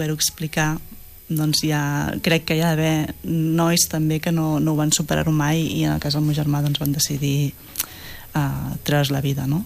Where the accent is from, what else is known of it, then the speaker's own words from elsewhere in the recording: Sabadell, Catalonia, Spain; nosaltres som de Sabadell